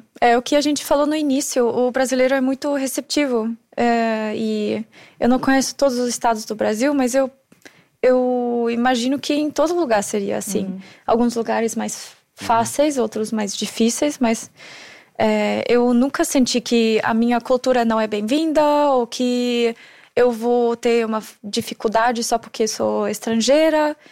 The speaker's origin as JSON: {"language": "Portuguese", "region": "Tyrol", "country": "Austria", "tie": "born or raised there", "second_language": "Portuguese", "moved": "as an adult", "lives_now": "São Paulo, Brazil", "said": "Eu cresci num vilarejo de 8 mil habitantes, que chama Zürl, perto de Innsbruck. Então, a gente olha para cima, tem montanha em todo lugar. A gente quer algum pedacinho de natureza, caminha 2 minutos."}